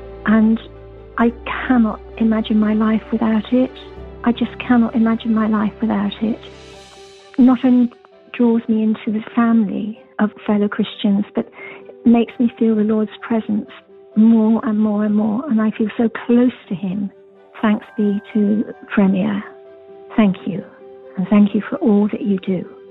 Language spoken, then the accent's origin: English; Enfield, London, United Kingdom; I'm from Enfield, Middlesex.